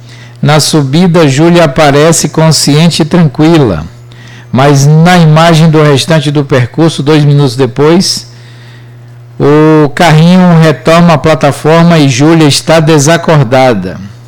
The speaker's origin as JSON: {"language": "Portuguese", "town": "Maragogipe", "region": "Bahia", "country": "Brazil", "said": "3-0 para minha terrinha boa."}